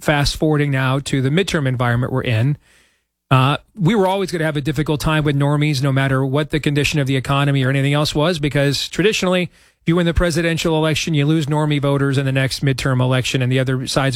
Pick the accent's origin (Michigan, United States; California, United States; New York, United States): Michigan, United States; I grew up in Michigan, so I saw a lot of those, right?